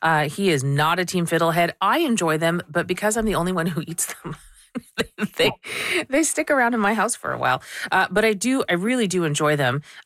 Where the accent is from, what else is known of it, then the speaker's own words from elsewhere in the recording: India; But of course, I am so Indian and hurt sometimes